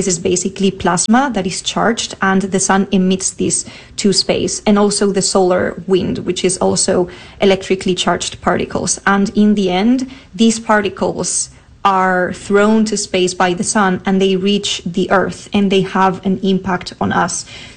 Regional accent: Spain; I am from Spain.

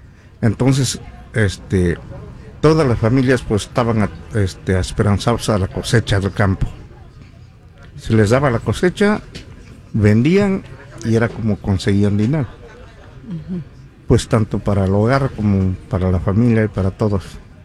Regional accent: Magdalena Jaltepec, Oaxaca, Mexico; now in Fresno, United States; los primeros jugadores de mi pueblo, de Magdalena, Jaltepec, que llegaron aquí a, que emigraron a, aquí a California.

